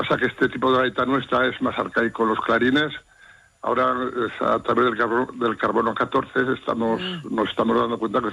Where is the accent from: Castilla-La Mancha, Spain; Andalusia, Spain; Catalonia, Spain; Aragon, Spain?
Aragon, Spain; Sariñena; Soy nacido en Sariñena, es residente de Sariñena.